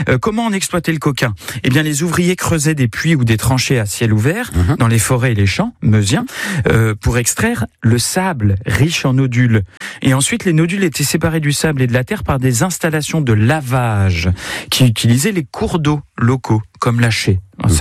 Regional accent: Grand Est, France

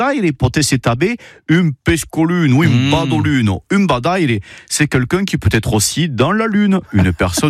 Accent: Occitanie, France

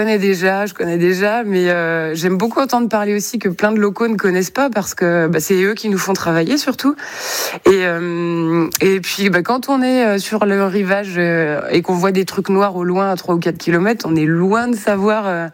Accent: Cherrueix, Brittany, France; chez nous, à Cherhuet, la mer se retire jusqu'à 6 km du rivage.

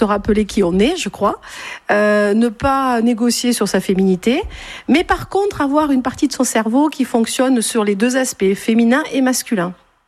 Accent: Marseille, Provence-Alpes-Côte d'Azur, France; born there; accent: Berjallian; now in Bourgoin-Jallieu, France; Ah, je suis née à Marseille, mais je suis bien plus berjalienne que marseillaise depuis le temps.

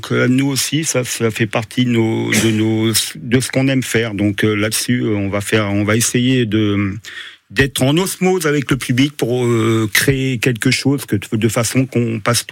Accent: Chinon, Centre-Val de Loire, France; Alors moi, je suis natif de Chinon, je ne vais pas renier mes origines

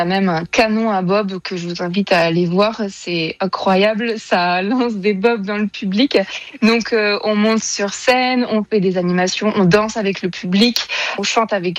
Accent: Saint-Julien-Saint-Alban, Auvergne-Rhône-Alpes, France; moved away; Donc à Saint-Julien-Saint-Alpin, qui est un village à 10 minutes de la Voulte où j'ai grandi

